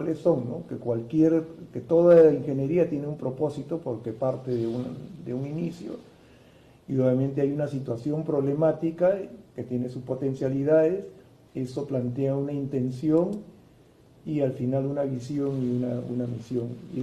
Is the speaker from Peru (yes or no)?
yes; Lima, Peru; born there; yo soy peruano de nacimiento, nací en la Victoria. Claro, tengo padre chino, padre de descendencia china y madre también de descendientes de chinos, porque mi padre sí vino de la China.